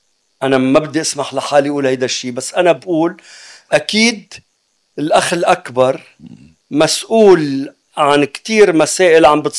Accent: Lebanon; أنا كلبناني

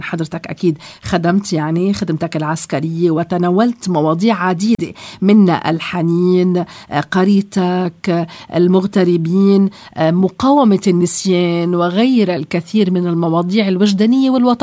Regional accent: Lebanon; في حنين لترجع حياتنا الطبيعية نحن كلبنانيين بعيدا عن كل الأزمات اللي عم نعيشها،

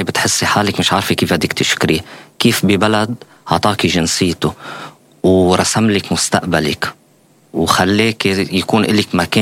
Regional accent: Lebanon; now in Russia; نحن كلبنانيين، عشنا بروسيا ولدولة الى فضل علينا اللي هي روسيا، علمتنا وعشنا فيها وعم نشتغل فيها

